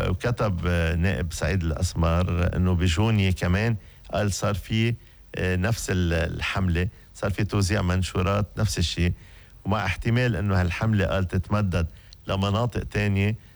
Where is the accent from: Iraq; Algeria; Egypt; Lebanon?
Lebanon; والله حرام انه نحن كشعب لبناني معروف عنا قد ايه مثقفين وقد ايه عنا طموح